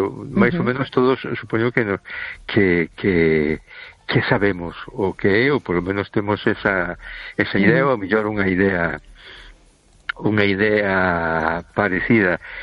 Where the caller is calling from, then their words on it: A Coruña, Galicia, Spain; de Coruña. ¿Qué tal estamos?